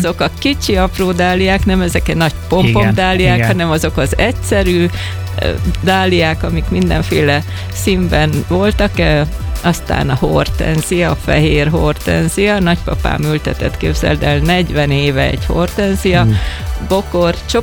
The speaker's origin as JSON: {"language": "Hungarian", "country": "Hungary", "moved": "yes", "lives_now": "England", "said": "én magyar vagyok"}